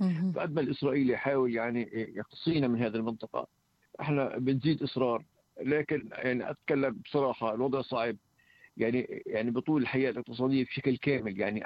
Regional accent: Hebron, Hebron Governorate, Palestine; بالنسبه لنا كفلسطينيين وكخلايلة

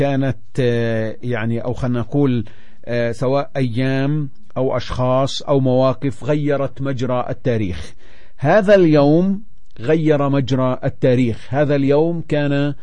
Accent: Palestine

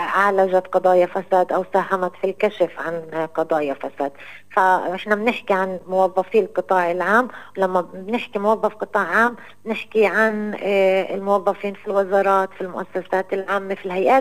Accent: Palestine; احنا كشعب فلسطيني

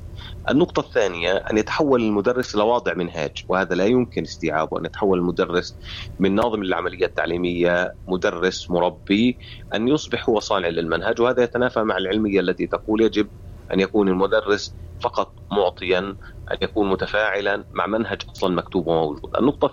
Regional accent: Jerusalem, Palestine; لنا كفلسطينيين في مدينة القدس

